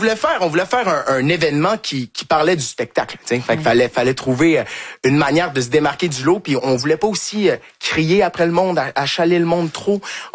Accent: Quebec, Canada; now in France; du fait qu'on est québécois aussi, ça aide, on est dans le sud de la France, c'est un accent qu'ils sont pas habitués d'entendre

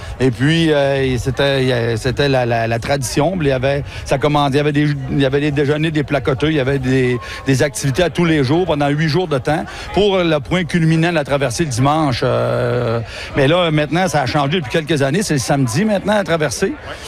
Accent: Saint-Gédéon, Quebec, Canada; moved away as an adult; now in Dolbeau-Mistassini, Canada; moi, je suis originaire de Saint-Gédéon. Maintenant, j'habite à Dolbeau depuis 25 ans.

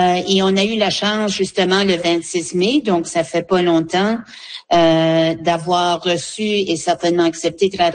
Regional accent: New Brunswick, Canada; c'est ici chez nous, au Nouveau-Brunswick

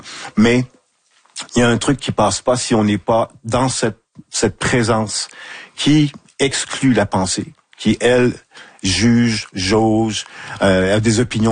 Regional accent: Saguenay, Quebec, Canada; c'est le milieu d'où je viens. Je viens de Saguenay. J'ai été éduqué, élevé à côté de l'usine d'Alcan.

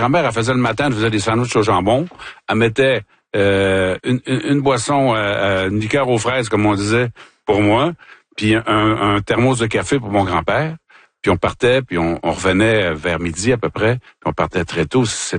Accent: Sorel, Quebec, Canada; Oui, parce que moi, j'ai grandi à Sorel

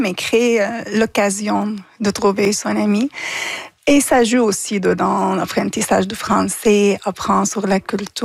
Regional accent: Damascus, Damascus Governorate, Syria; now in Quebec, Canada; Écoute, moi, je viens de Damas, une ville, elle est considérée la première ville peuplée dans l'histoire.

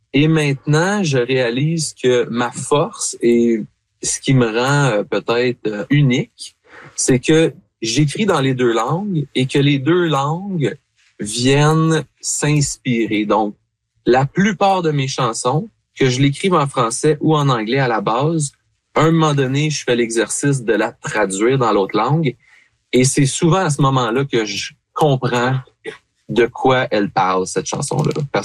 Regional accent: Gatineau, Quebec, Canada; also born or lived in Ottawa, Ontario; now in British Columbia, Canada; Moi, je suis né à Ottawa. Mon père vient de Sudbury, grande famille franco-ontarienne. Okay. Ma mère vient de la rive sud de Montréal, donc famille francophone. Mais pour ma part, d'avoir grandi à Gatineau

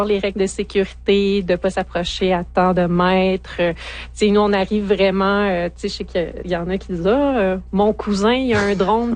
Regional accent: Rouyn-Noranda, Quebec, Canada; also born or lived in Buckingham; Oui, mais en fait, moi, je suis née en Outaouais.

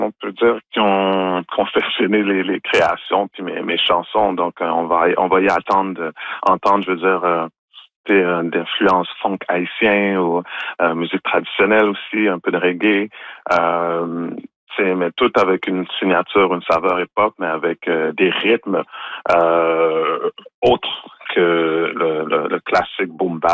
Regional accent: Montreal, Quebec, Canada; moi, bon, quand je suis né à Montréal, par exemple, en Haïti, puis j'ai appris le créole au Québec. Mon créole haïtien, je l'ai appris au Québec, donc j'ai pas appris en Haïti.

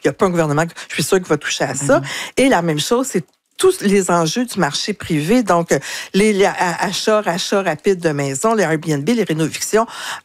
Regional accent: Quebec, Canada; en tant que Québécois

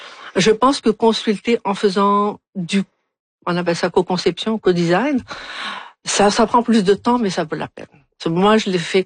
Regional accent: Algiers, Algiers Province, Algeria; Et donc moi, je suis vraiment native d'Alger

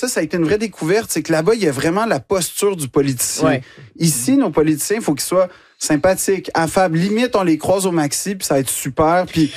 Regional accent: Quebec, Canada; J'essaie de si il me regarde de haut du fait que je suis Québécois

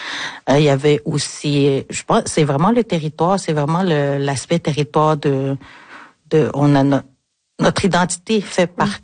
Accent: Natashquan, Quebec, Canada; vu que je suis Innu de Nautarkoan, le territoire, c'est quelque chose qui est très important pour nous.

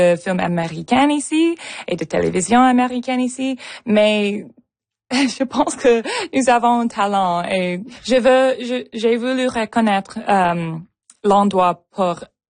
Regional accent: Vancouver, British Columbia, Canada; je suis née à Vancouver et j'ai vécu à Vancouver, en Colombie-Britannique, toute ma vie.

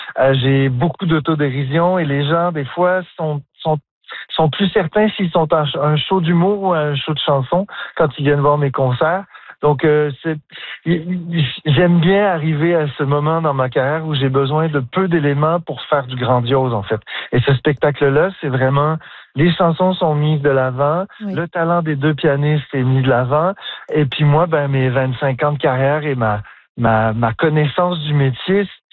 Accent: Ottawa, Ontario, Canada; Puis en plus, j'ai grandi à Ottawa, donc j'ai vu la communauté franco-ontarienne se battre à certaines époques pour garder leurs droits.

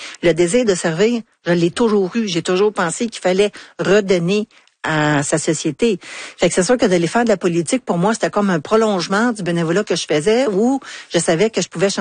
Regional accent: Anjou, Quebec, Canada; born or raised there

